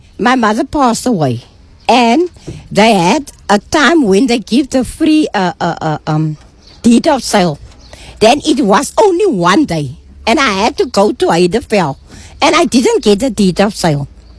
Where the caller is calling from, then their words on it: Cape Town, Western Cape, South Africa; But they put us here in Manenberg, where the gangsters is, you cannot say nothing.